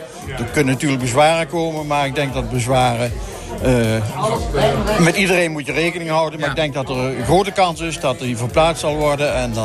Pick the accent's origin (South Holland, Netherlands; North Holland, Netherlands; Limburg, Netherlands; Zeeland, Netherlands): Limburg, Netherlands; Milsbeek; Ik ben geboren en getogen in Milsbeek en nooit weg geweest.